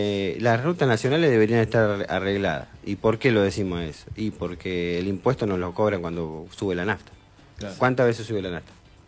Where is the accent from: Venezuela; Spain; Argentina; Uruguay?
Argentina